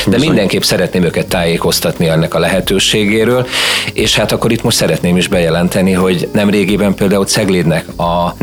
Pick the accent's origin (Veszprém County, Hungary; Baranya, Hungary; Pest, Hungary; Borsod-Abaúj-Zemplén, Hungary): Pest, Hungary; nekem nagyon fontos feladat volt, hogy a Tápiómente szülőföldem 21 települését kutassam újra.